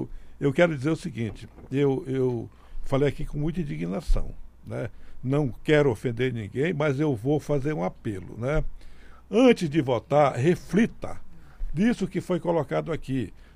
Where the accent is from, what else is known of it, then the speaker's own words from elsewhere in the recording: Roraima, Brazil; minha indignação como roraimense.